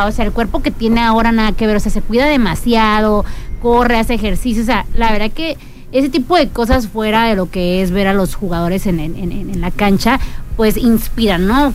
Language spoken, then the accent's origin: Spanish; Mexico